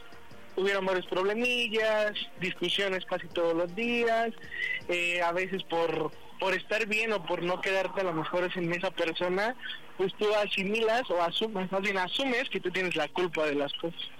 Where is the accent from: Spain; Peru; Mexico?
Mexico; Ixtapaluca, State of Mexico; Tengo 26 y soy de Ixtapaluca, Estado de México.